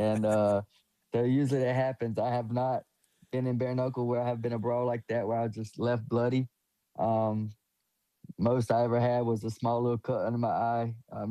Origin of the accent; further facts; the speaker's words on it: Pembroke, North Carolina, United States; Yeah, I grew up in Pembroke, North Carolina. It's pretty rough. It's still rough. It's a place where everybody knows everybody, but we have one of the worst crime rates in North Carolina